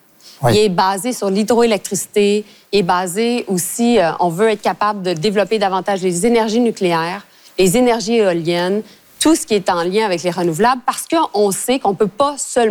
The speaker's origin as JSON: {"language": "French", "town": "Montreal", "region": "Quebec", "country": "Canada", "said": "Moi, je suis montréalaise, là. Donc, c'est sûr, j'ai un parti pris. Mes collègues, on a tous un parti pris, dépendamment de où on vient au pays."}